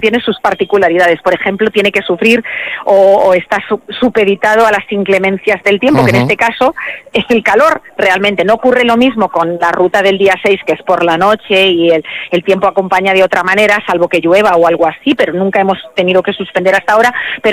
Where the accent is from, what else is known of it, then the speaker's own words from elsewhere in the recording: Castilla-La Mancha, Spain; nos hayan recibido en la que es nuestra casa, porque somos castellano-manchegos.